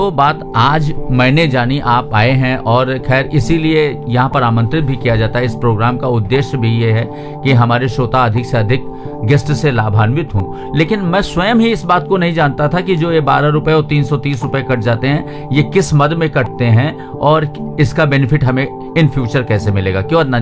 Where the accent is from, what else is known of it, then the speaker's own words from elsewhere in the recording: Gonda district, Uttar Pradesh, India; मैं गोंडा जनपद का निवासी हूं